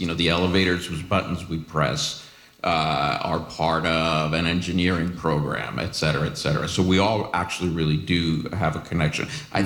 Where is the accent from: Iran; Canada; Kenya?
Canada; now in United States; because I'm a Canadian scholar who's in the U.S. who began his career benefiting from a similar program, having been a Canada research chair.